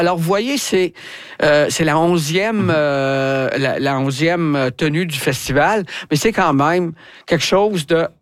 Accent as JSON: {"language": "French", "region": "Quebec", "country": "Canada", "said": "il y avait des gens qui avaient juré qu'il n'y avait pas personne de l'Abitibi-Témiscamingue, puis malheureusement, je les ai fait mentir comme une tâche"}